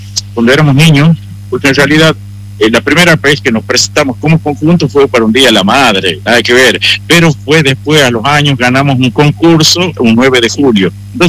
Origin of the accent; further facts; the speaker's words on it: La Rioja, Argentina; que nos habla de nuestro pueblo, que nos habla de qué sentimos nosotros las personas como riojanos y como país también.